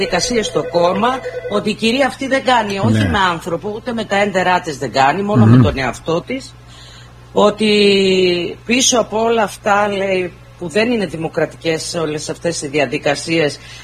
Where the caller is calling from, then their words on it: Eastern Macedonia and Thrace, Greece; Στη Θράκη επάνω έχουμε γεμίσει. Πήγα στο χωριό μου